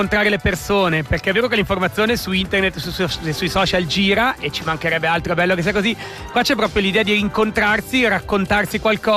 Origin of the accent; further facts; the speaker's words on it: Ticino, Switzerland; Ma io vengo dalla Valle Maggia, quindi alle 6 ero già in piedi.